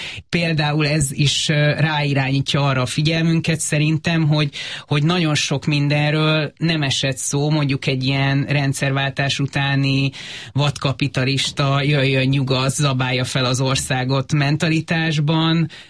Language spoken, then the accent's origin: Hungarian; Pécs, Baranya, Hungary; Ugye én pécsi vagyok, ez is érdekes, hogy bár vidéki, de Pécs belvárosában nőttem föl.